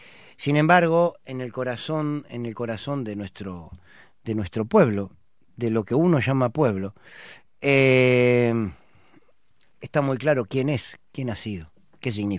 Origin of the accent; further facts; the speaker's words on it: Argentina; sabemos cómo somos los argentinos